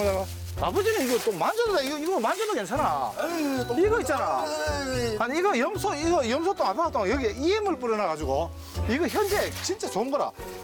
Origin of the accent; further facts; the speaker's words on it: Gyeongsang, South Korea; 내가 참 경상도 사나이가 그 말로서 표현을 하고 노래한 거 할게.